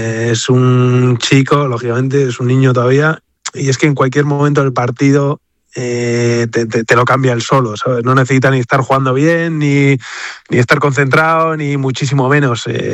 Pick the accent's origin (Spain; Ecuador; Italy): Spain; para mí como español, pues es un orgullo